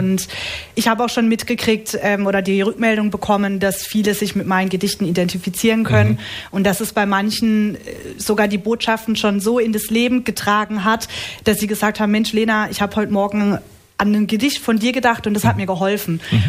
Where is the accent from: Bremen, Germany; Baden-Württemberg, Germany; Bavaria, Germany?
Baden-Württemberg, Germany; Karlsruhe; born there; now in Nagold, Germany; Also ich bin gebürtige Badnerin, aber meine Mama, die kam ursprünglich von der Albra. Und von daher fließt in mir auch schwäbisches Blut